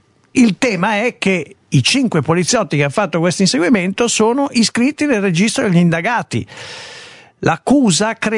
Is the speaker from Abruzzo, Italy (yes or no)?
no; Lombardy, Italy; E siamo lombardi, cioè vabbè.